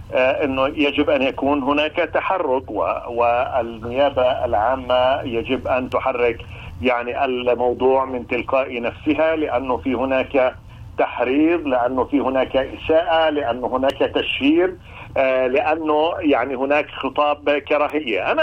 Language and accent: Arabic; Palestine; أنا كفلسطيني